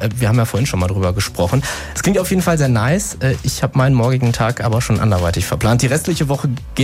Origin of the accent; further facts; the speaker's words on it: Essen, North Rhine-Westphalia, Germany; Ich komme ja aus Essen